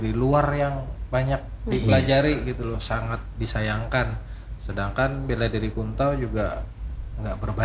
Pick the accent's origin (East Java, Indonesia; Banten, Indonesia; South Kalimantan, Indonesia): South Kalimantan, Indonesia; Banjar; kita sebagai orang Banjar